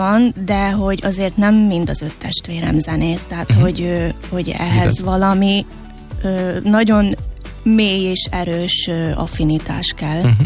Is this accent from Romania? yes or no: no; Komárno, Nitra Region, Slovakia; Felvidéken születtem, Komáromban, uh-huh. Révkomáromban, és egy kis faluban nevelkedtem tulajdonképpen uh-huh. a szüleimmel, és 4 testvéremmel, és 5. gyerekként születtem.